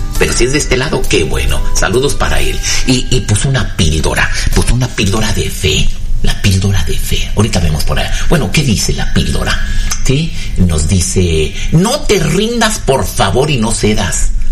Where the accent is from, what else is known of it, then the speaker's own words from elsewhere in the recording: Valle Hermoso, Tamaulipas, Mexico; moved away; soy un vallehermosense que amo mi pueblo.